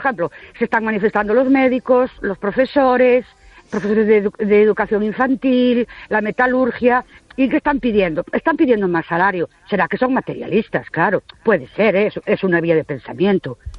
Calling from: Ourense, Galicia, Spain; de Ourense.

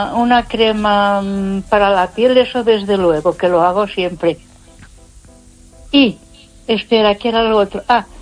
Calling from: Ponferrada, Castile and León, Spain; de Ponferrada.

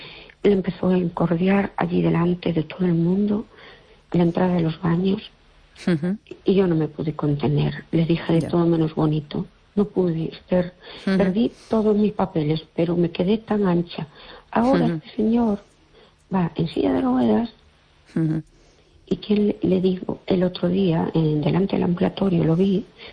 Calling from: Fene, Galicia, Spain; Hola, buenas noches … de Fene. ¿Qué tal?

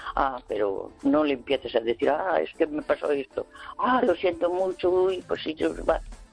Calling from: Santiago de Compostela, Galicia, Spain; de Santiago.

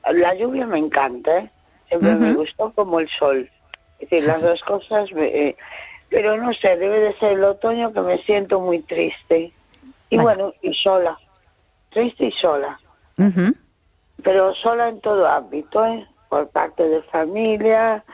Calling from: A Coruña, Galicia, Spain; Hola, buenas noches. … de Coruña.

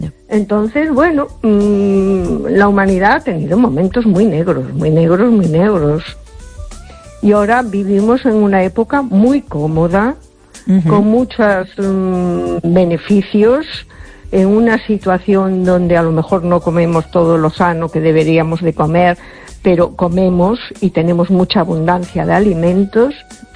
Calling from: A Coruña, Galicia, Spain; Hola, buenas noches … de Coruña.

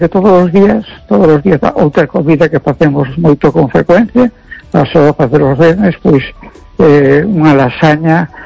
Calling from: A Coruña, Galicia, Spain; de Esta Coruña.

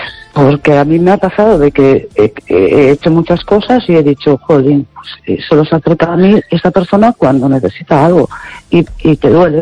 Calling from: Chapela, Galicia, Spain; De Chapela.

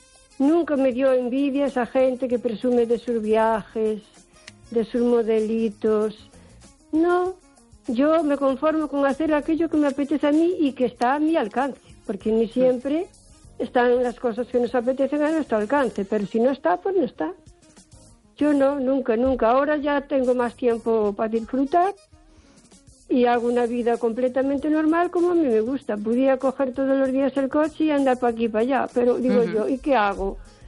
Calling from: O Carballiño, Galicia, Spain; de Carballeño.

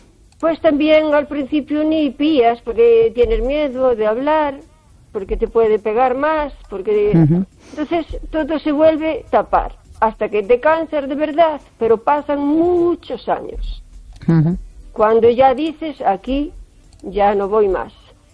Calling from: O Carballiño, Galicia, Spain; de Carballiño.

